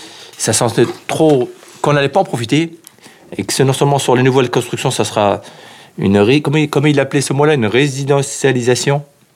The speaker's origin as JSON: {"language": "French", "town": "Garges-lès-Gonesse", "region": "Île-de-France", "country": "France", "tie": "born there", "said": "j'ai 28 ans, j'habite à Garges, je suis né à Garges. Je suis né le 17 juin 79. Je suis resté une semaine à la maternité de Gonesse"}